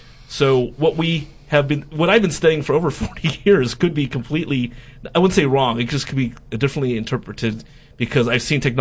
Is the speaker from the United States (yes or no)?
yes; United States; I love being an American